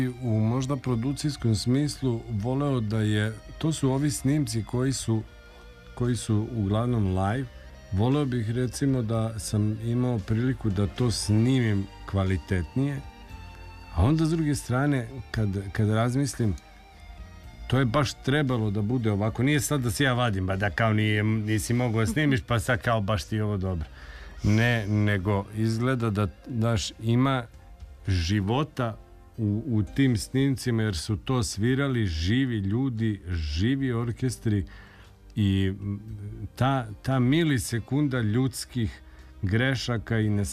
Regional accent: Vojvodina, Serbia

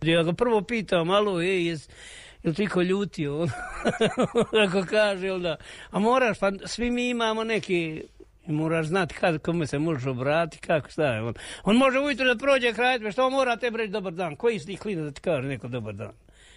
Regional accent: Konjic, Federation of Bosnia and Herzegovina, Bosnia & Herzegovina; now in Višegrad, Bosnia and Herzegovina; 20.000 je nas izbjeglica došlo u Višegrad, 95. 20.000. U tih 20.000 sad nema 5.000 stanovnika. Ja sam došao iz Konjica, iz Hercegovine.

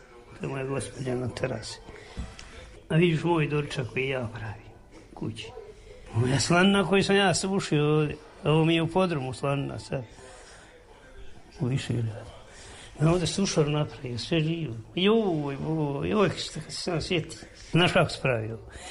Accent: Konjic, Federation of Bosnia and Herzegovina, Bosnia & Herzegovina; moved away as an adult; now in Višegrad, Bosnia & Herzegovina; 20.000 je nas izbjeglica došlo u Višegrad. 95. 20.000. U tih 20.000 sad nema petlja stanovnika. I ja sam došao iz Konjica. Iz Hercegovine.

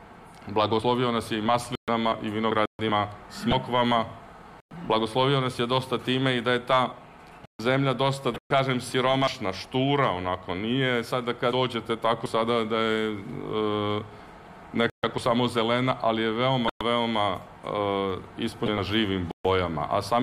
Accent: Dalmatia, Croatia; Kod nas u Dalmaciji već sada skoro počne da bude trava ili žuta

